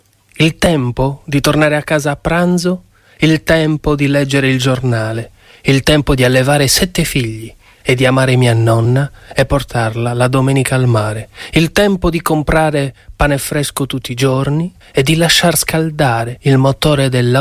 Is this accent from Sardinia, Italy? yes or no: yes; Sardinia, Italy; sono un poeta della casa editrice Feltrinelli, sono sardo e con molta gioia dono un po' delle mie poesie a tutti i fratelli di Cosenza